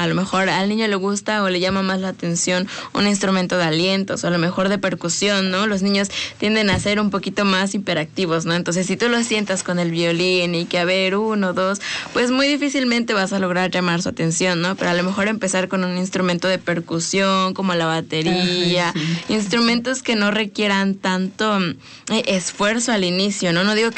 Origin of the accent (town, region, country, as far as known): Mexico